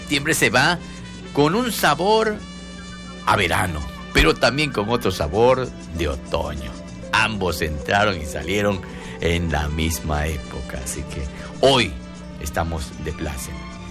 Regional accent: Mexico; porque somos mexicanos.

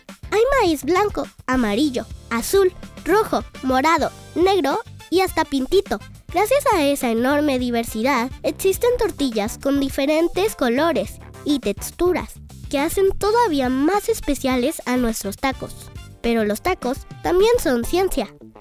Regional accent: Mexico

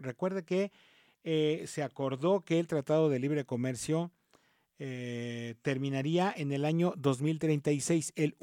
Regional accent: Mexico; Y así somos los mexicanos también

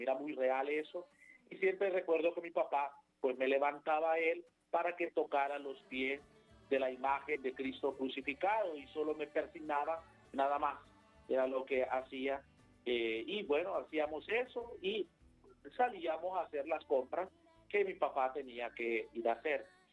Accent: Villanueva, Cortés, Honduras; Pues crecí en Villanueva Cortés, toda mi infancia, mi adolescencia, estudié también ahí en Villanueva

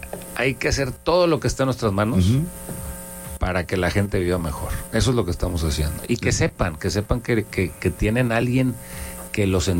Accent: Monterrey, Nuevo León, Mexico; Como somos los regios echados para adelante

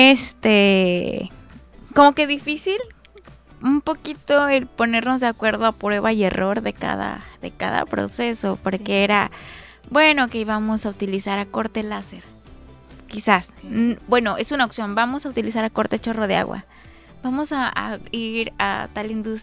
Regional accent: Acapulco, Guerrero, Mexico; me daba mucho orgullo mencionar que soy de Guerrero, que soy acapulqueña.

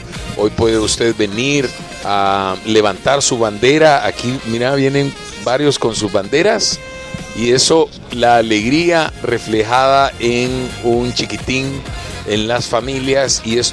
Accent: El Salvador; soy salvadoreño, yo soy de aquí, de un lugar en donde un pedacito de ilusión de un poquito más de 21,000 kilómetros cuadrados, en donde usted puede encontrar las mejores playas del mundo

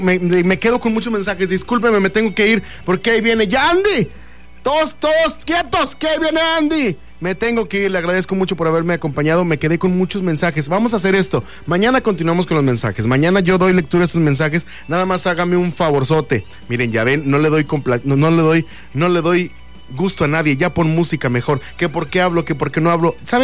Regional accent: Mexico; Yo sé que estoy tocando fibras sensibles y que estoy tocando ese orgullo mexicano. ¡Somos bien mexicanos!

